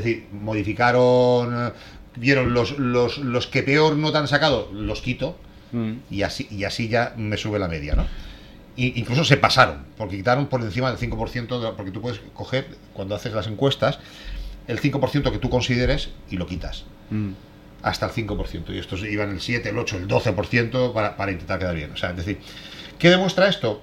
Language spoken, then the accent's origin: Spanish; Spain; como aquí en España no los tiene, como los españoles ya conocemos y sabemos lo que es el tramposo y mentiroso y sátrapa este